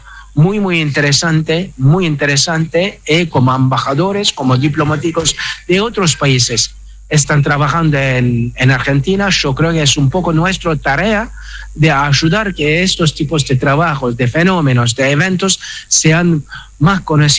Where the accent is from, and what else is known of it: Turkey; Spanish is a second language; moved away